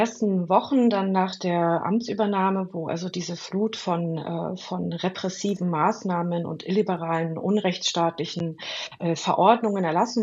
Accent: Germany; als Deutsche und deutsche Historikerin

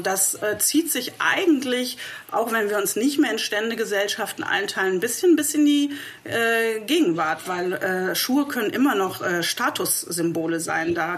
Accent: Leipzig, Saxony, Germany; dann habe ich halt erstmal rund um meine Heimatstadt Leipzig recherchiert.

